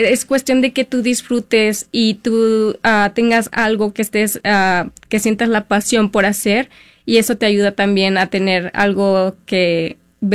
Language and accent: Spanish; Mexico; moved away; aceptar mis raíces y a no esconderme y a decir, yo soy mexicana